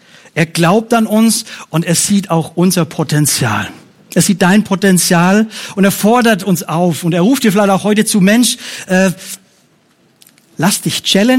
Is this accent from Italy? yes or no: no; Bavaria, Germany; Bei mir, ich komme aus dem Bayerischen, Fränkischen, habe ich ja schon gesagt